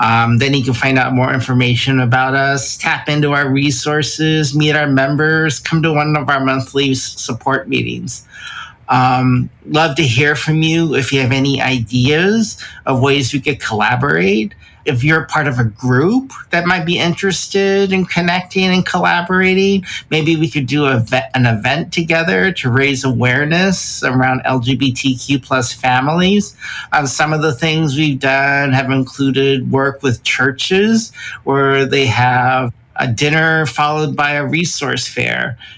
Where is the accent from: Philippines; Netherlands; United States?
Philippines; But I think it's because we're both Filipino.